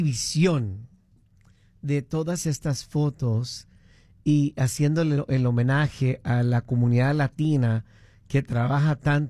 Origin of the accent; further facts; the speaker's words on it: Mexico; Obviamente nosotros somos mexicanos, Víctor, entonces nos impacta más.